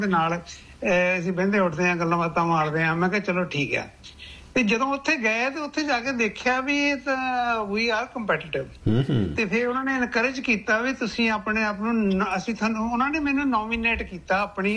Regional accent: Jalandhar, Punjab, India; ਪਹਿਲੀ ਵਾਰੀ ਮੈਂ ਓਬਵੀਅਸਲੀ ਜਲੰਧਰ ਤੋਂ ਆ, ਪੰਜਾਬ ਸਾਡਾ ਪਿੰਡ ਆ ਸੰਸਾਰਪੁਰ ਦੇ ਨਾਲ ਹੀ

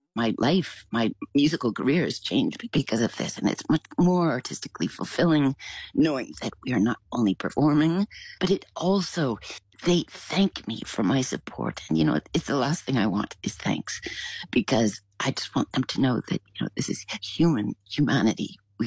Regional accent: Canada; born or raised there

